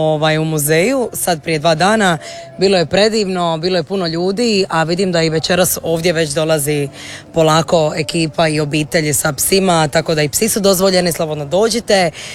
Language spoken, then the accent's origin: Croatian; Sinj, Split-Dalmatia County, Croatia; Ja sam iz Sinja